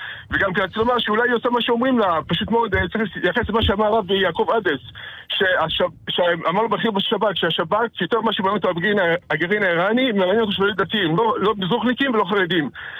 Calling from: Beersheba, Southern District, Israel

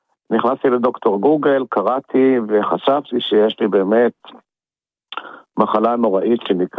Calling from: Ramat Gan, Tel Aviv District, Israel; אני מרמת גן, אני בן 68, אוטוטו 9.

